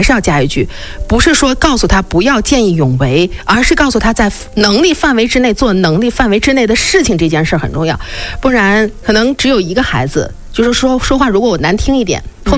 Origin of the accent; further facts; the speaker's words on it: Xilingol, Inner Mongolia, China; 因为我是土生土长的这个锡林郭勒人啊